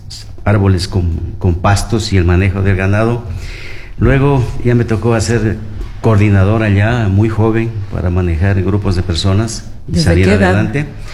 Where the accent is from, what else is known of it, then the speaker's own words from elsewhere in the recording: Loja, Ecuador; Entonces nosotros, los de a pie, tuvimos que salir a trabajar fuera de Loja.